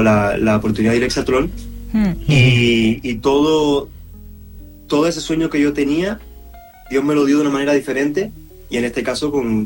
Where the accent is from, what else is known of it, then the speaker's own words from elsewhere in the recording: Spain; moved away as an adult; now in United States; Yo, la razón principal por que me fui de España, porque, bueno, estábamos bastante bien allá, nos sentíamos contentos con mi familia